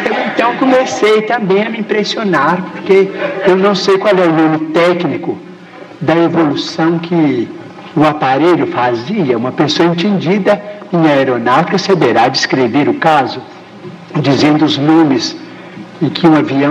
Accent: Pedro Leopoldo, Minas Gerais, Brazil; born there; moved away as an adult; now in Uberaba, Brazil; Pedro Leopoldo, a terra onde nasci na presente reencarnação.

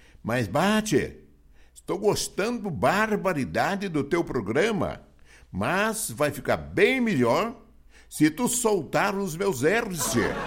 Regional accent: Minas Gerais, Brazil; Eu comecei lá falando português, o R bem morto, né? Nós mineiros tem o R morto, né?

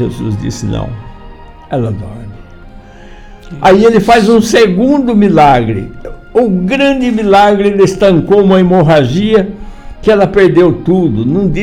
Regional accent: Brazil; como a gente diz aqui no popular, aqui no Brasil

